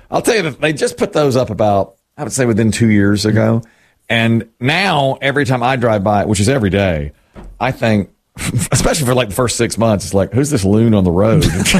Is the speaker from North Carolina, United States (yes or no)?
yes; Asheboro, North Carolina, United States; When I was growing up in Ashboro, before you knew the time and temperature, you didn't know the temperature.